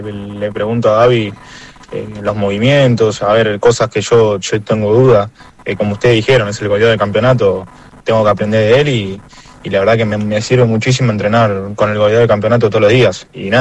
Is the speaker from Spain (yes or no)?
no; Avellaneda, Buenos Aires Province, Argentina; Yo soy de acá, de Avellaneda